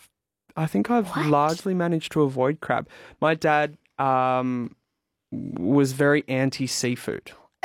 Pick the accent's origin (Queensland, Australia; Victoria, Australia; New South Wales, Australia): Victoria, Australia; Country Victoria, Gippsland.